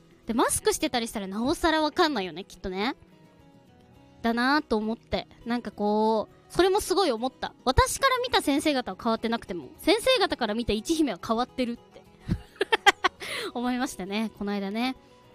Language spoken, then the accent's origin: Japanese; Sapporo, Hokkaido, Japan; 私も地元を出てないしさ、ね、私は札幌生まれ札幌育ちですけど、まあ今も実家に住んでて、こう一人暮らししてるわけでもなく、